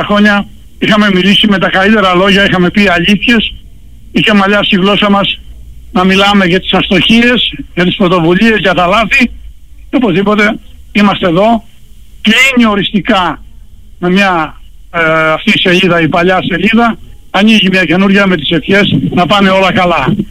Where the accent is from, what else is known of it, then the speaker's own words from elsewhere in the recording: Patras, Western Greece, Greece; ως πατρινός, ως δημοσιογράφος και οπαδός της Παναχαϊκής